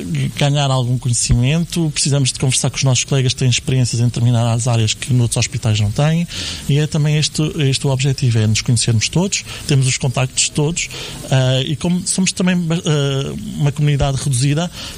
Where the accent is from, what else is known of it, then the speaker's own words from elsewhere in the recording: Abrantes, Centro, Portugal; primeiro porque sou natural de Abrantes